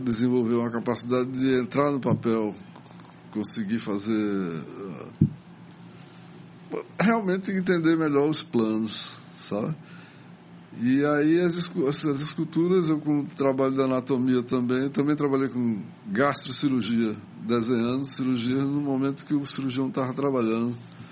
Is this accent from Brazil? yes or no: yes; Recife, Pernambuco, Brazil; Eu ali, quando era criança que morava na Rua Imperial, eu tive contato com... Atrás ali existia o Rio Cabaribe, era muito maior.